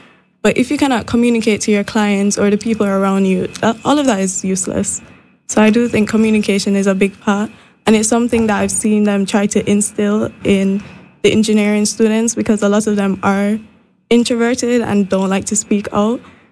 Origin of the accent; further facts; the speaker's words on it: Montserrat; but I know I got because I was raised in Montserrat